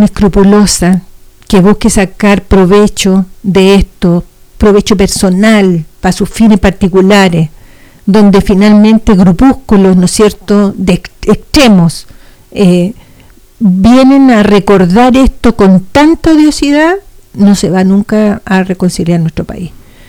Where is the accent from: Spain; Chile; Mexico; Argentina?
Chile; nosotros tenemos que buscar un punto de encuentro como chilenos.